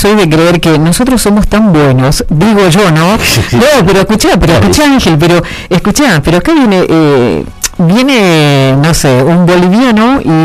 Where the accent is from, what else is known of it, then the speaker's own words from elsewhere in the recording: Argentina; o tal vez porque somos argentinos y no nos damos cuenta